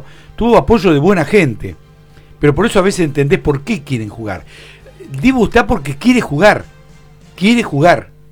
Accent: Argentina; Somos argentinos y ahora va a rodar la pelota

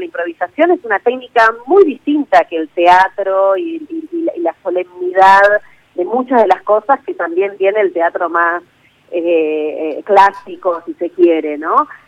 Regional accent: Buenos Aires, Argentina; siendo una muchacha de Buenos Aires y teniendo una formación también en Buenos Aires

